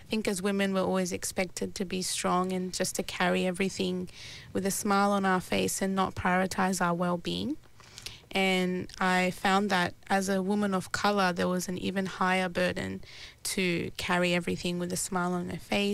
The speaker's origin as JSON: {"language": "English", "country": "Australia", "tie": "born or raised there", "said": "how I grew up here in Australia"}